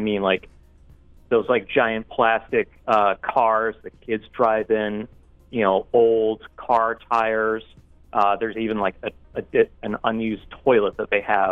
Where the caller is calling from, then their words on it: New York, United States; I'm calling from upstate New York.